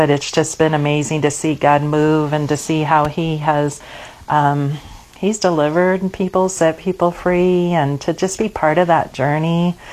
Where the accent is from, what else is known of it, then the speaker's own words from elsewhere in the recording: Alaska, United States; moved away as an adult; also born or lived in Florida; I grew up here in Alaska. I was born and raised here in Alaska. But I had moved to Florida, where I met my husband.